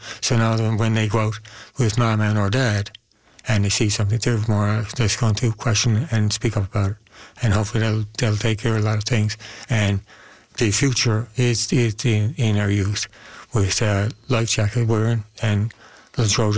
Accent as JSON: {"language": "English", "town": "St. John's", "region": "Newfoundland and Labrador", "country": "Canada", "tie": "born or raised there", "also_born_or_lived": "Amherst Cove, Bonavista Bay", "said": "I grew up here in St. John's. Yeah. Well, I went to school in St. John's. I grew up out in Amherstville, Bonavista Bay, the heart of the bay."}